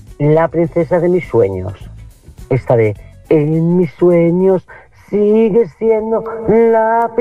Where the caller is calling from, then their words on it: Palma de Mallorca, Balearic Islands, Spain; de Palma de Mallorca.